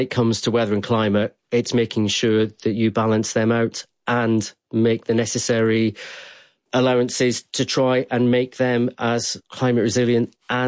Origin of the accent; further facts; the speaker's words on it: Scotland, United Kingdom; I grew up in Scotland. The weather changed every 5 minutes there.